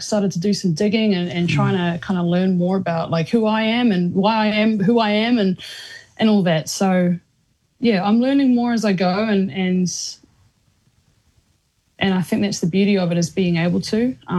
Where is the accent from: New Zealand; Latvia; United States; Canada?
New Zealand; born or raised there